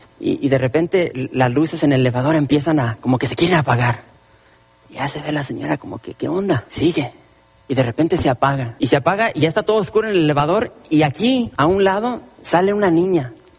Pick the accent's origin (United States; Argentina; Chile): United States; yo soy pocho, yo soy aquí de Estados Unidos, mis padres son de México